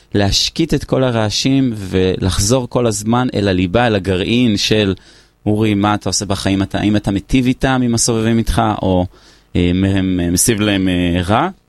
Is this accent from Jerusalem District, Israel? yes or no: yes; Bar Giora, Jerusalem District, Israel; במושב בר גיורה, זה ליד ירושלים.